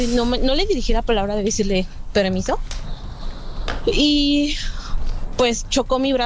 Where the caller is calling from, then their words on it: Ecatepec, State of Mexico, Mexico; Los escucho desde Catepec